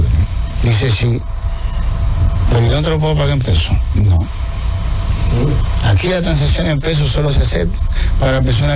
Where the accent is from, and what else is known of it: Dominican Republic